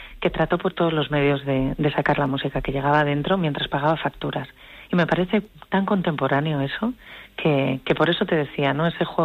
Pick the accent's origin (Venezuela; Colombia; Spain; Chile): Spain; Santander, Cantabria; yo soy de Santander, y por ejemplo está el Paseo Pérez Galdós, o el Paseo Pereda